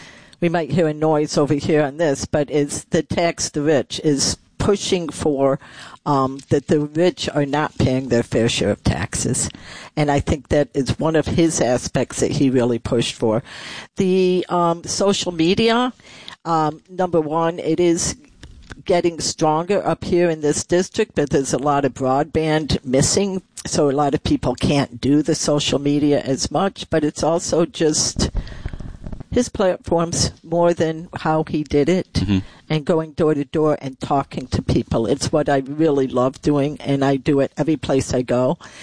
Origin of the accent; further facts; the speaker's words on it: New York, United States; most of my life I've lived in rural New York. I'm basically a hick. I was raised in the Southern Tier. I know the people. I know the farms. I know this kind of life.